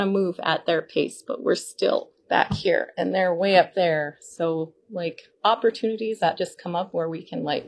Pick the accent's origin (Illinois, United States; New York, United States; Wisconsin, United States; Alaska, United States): Alaska, United States; Unalakleet; I'm from Unalakleet.